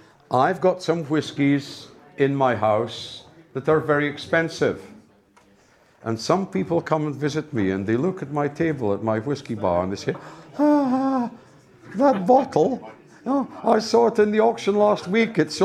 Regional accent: Scotland, United Kingdom; I'm sorry, I'm not English. Yeah? Calling me English is like calling someone from Nuremberg a buyer.

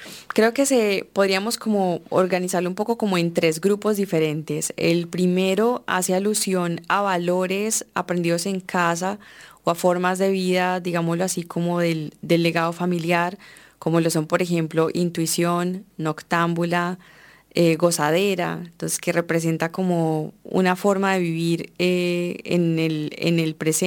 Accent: Colombia; como lo es el paisaje colombiano y como lo somos los colombianos mismos, que somos de todos los colores.

